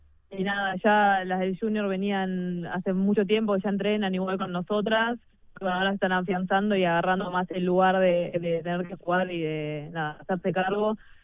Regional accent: Uruguay; moved away as an adult; also born or lived in Netherlands / Belgium; volví a Uruguay este año, estoy jugando en Vigoa, pero sí, fue muchos años afuera

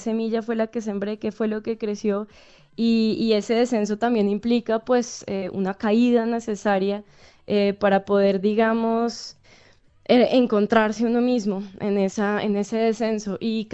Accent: Chía, Cundinamarca, Colombia; yo, claro, me considero bogotana, pero en realidad soy de la periferia bogotana, yo soy de un lugar que se llama Chía

